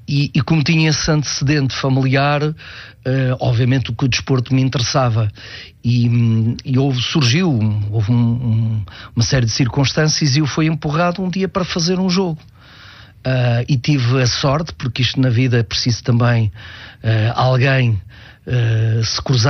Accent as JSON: {"language": "Portuguese", "town": "Peso da Régua", "region": "Norte", "country": "Portugal", "tie": "born or raised there", "moved": "as an adult", "lives_now": "Porto, Portugal", "said": "eu praticamente nunca tinha saído da minha cidade natal, Peso da Régua, vir aqui para o Porto"}